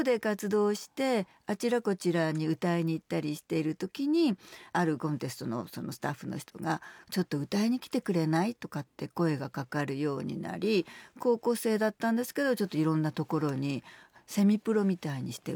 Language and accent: Japanese; Osaka, Japan; また大阪に帰ってきて